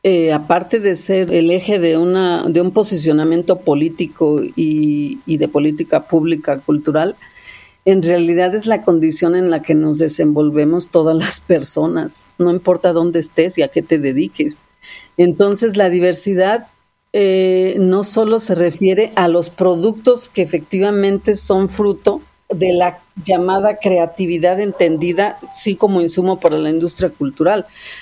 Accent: Mexico

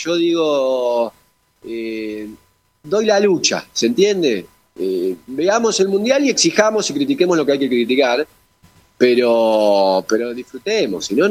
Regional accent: Argentina; la cuestión que nos puede preocupar a nosotros como Argentina

